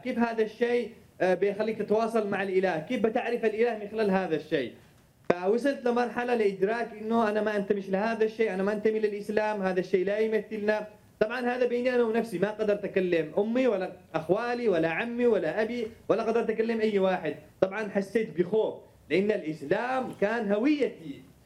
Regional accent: Yemen; moved away as an adult; طبعا أنا كيمني، يعني تربيت وولدت باليمن، تربيت على ثقافة يمنية وتقاليد يمنية

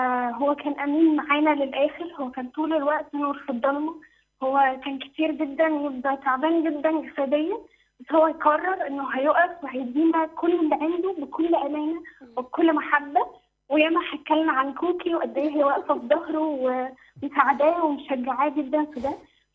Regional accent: Minya, Minya Governorate, Egypt; من المنيا، ثالثة ثانوي.

